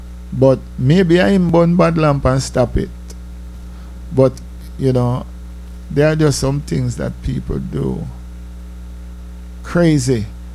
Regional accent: Jamaica; moved away; also born or lived in White Plains

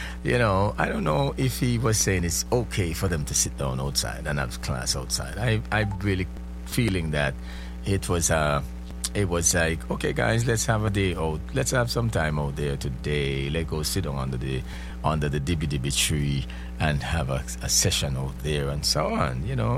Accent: Jamaica; you and I grew up in Jamaica

